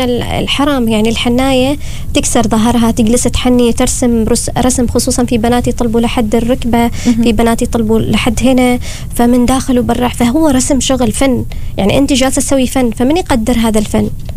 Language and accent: Arabic; Oman; مقارنة بالأسعار الموجودة مثلا عندنا في عمان هنا